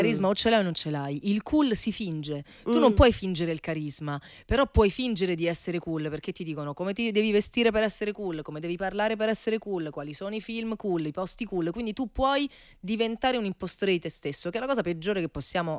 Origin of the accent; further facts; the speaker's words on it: Rome, Lazio, Italy; also born or lived in Milan; Poi sono arrivata a Roma, cioè, tornata a Roma, io sono romana.